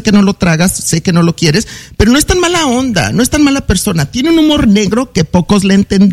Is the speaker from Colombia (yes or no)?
no; Mexico; yo soy mexicano